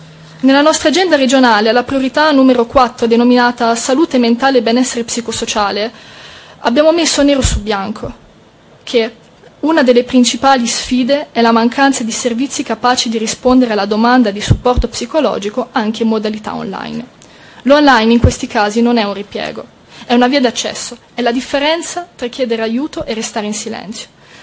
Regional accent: Lucca, Tuscany, Italy; studentessa di medicina, ho 23 anni, vengo da Lucca

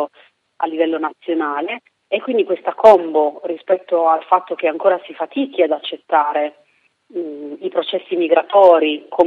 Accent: Reggio Emilia, Emilia-Romagna, Italy

